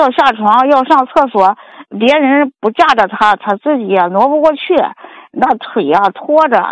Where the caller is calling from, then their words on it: Gucheng County, Hebei, China; 我是河北固城县的。